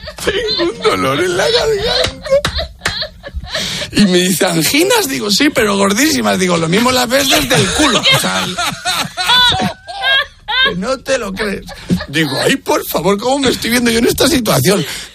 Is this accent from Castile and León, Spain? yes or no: yes; Valladolid, Castile and León, Spain; born there; es un pueblo de Valladolid. Bueno, esto pasó en un pueblo al lado del mío que se llama Mota del Marqués.